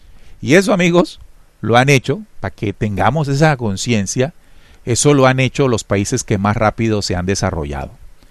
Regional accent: Colombia; yo como colombiano

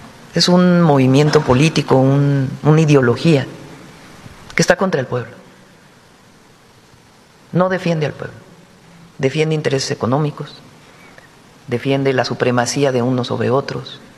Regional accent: Mexico; Somos humanistas y somos mexicanos.

